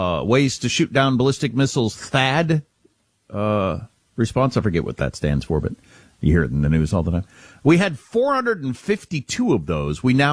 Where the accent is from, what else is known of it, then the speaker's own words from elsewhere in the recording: United States; as an American